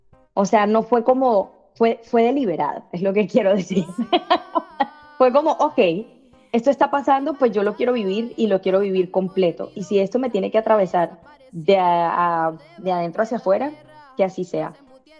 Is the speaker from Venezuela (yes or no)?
no; Barrancas, La Guajira, Colombia; also born or lived in Medellín, Colombia; now in United States; yo crecí en la Guajira, pero yo también soy mitad paisa, mi mamá es de Medellín y yo iba todo el tiempo a Medellín, cierto, hice mi carrera en Medellín, allá estudié también. Y luego también entonces vivo en Estados Unidos, hablo inglés, pero hablo español